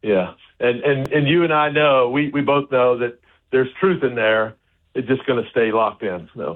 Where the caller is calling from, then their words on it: North Carolina, United States; I'm calling from North Carolina today. Moving around a little bit.